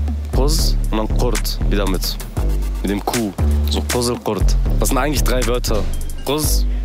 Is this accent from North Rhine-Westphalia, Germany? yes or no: yes; Münster, North Rhine-Westphalia, Germany; Ich bin Kurde aus Armenien und ich komme aus Münster, aus Hiltrup.